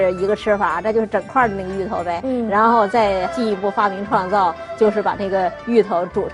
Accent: Chengde, Hebei, China; 我在承德长大嘛，我妈他们家承德的，就是东北的这个文化影响就比较深了

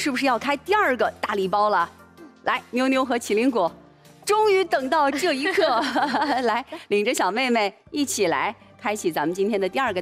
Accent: China

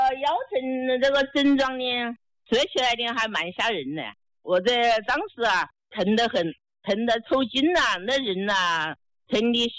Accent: Jinshan, Shanghai, China; 我是金山的。

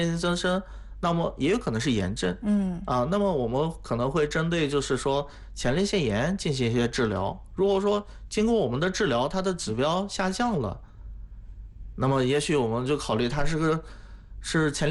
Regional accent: Shandong, China; moved away; 就是我们山东老家那边

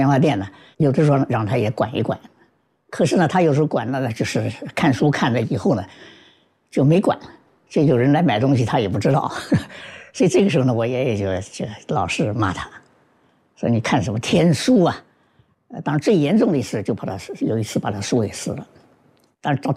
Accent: Jintan, Jiangsu, China

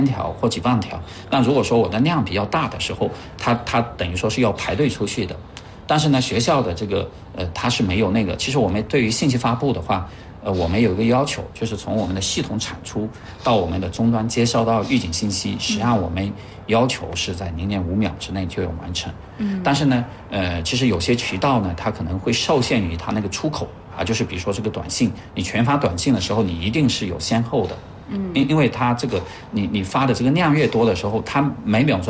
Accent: Yunnan, China; moved away; 因为我本身是那边的人啊，就是我老家是那边的。

